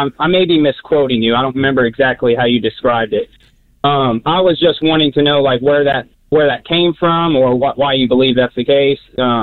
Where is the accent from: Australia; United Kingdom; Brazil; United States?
United States; Texas; from Texas.